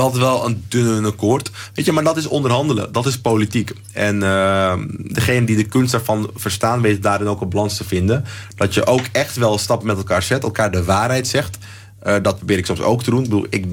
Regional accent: Amsterdam, North Holland, Netherlands; ik ben opgegroeid in Amsterdam. Ik heb roots Suriname.

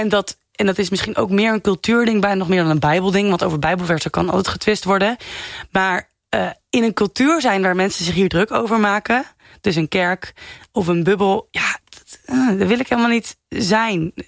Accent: Veenendaal, Utrecht, Netherlands; also born or lived in Ede; Er is heel veel meer dan Ede en Veenendaal waar ik vandaan kom.

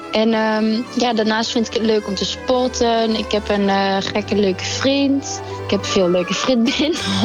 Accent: Hertme, Overijssel, Netherlands; also born or lived in Borne; Ik ben 25 jaar oud. Ik kom uit Hertme, een klein dorpje in Overijssel, die vaak niemand kent. Nou, ik woonde eerst in Borne, dat is een klein dorpje naast. Ergens zeg ik ook altijd dat ik uit Borne kom.

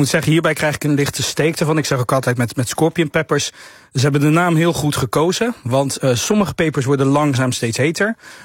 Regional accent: Rotterdam, South Holland, Netherlands; Even iets Rotterdams, wat ik als Rotterdammer heb meegenomen.

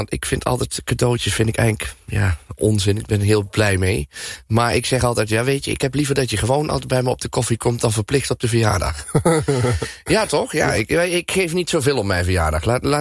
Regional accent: Gelderland, Netherlands; Maar ik zeg altijd, ik ben Gelderlander. En dat zal ik blijven, want daar ben ik geboren. Maar in hart en ziel ben ik eigenlijk toch al vanaf het begin af aan best wel Brabander.

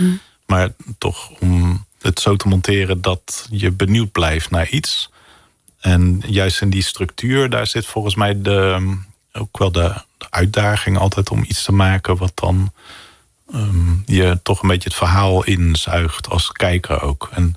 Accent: North Brabant, Netherlands; ik kom ook uit Brabant en daar, en in de traditie van de kunst is er ook wat meer.

